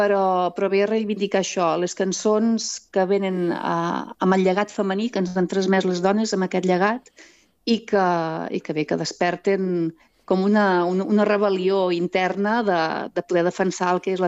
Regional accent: L'Espluga de Francolí, Catalonia, Spain; a la Catalunya Nova, d'on sóc jo, l'Espluga de Francolí, la banda també del Baix Camp i el Montsant

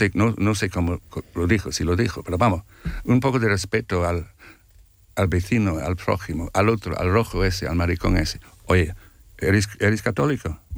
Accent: Ireland; now in Spain; yo tengo un poco de alemán, demasiado de inglés, aunque soy irlandés

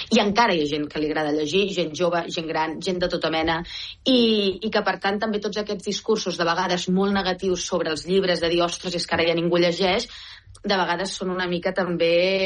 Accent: Catalonia, Spain

